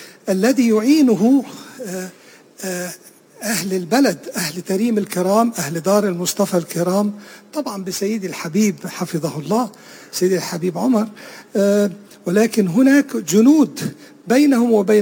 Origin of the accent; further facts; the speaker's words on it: Egypt; أنا من مصر،